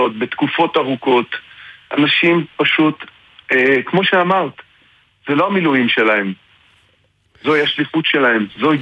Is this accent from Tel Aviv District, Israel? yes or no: yes; Tel Aviv, Tel Aviv District, Israel; now in Hila, Israel; כן, התשובה היא אני במקור מהמרכז, אני במקור מתל אביב.